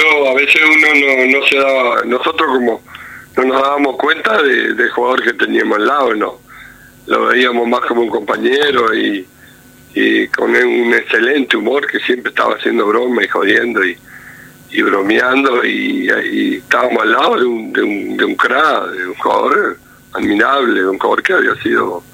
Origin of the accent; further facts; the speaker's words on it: Melo, Cerro Largo, Uruguay; un amigo de la gente de Melo, de los gurises de Melo, que íbamos a jugar a Montevideo.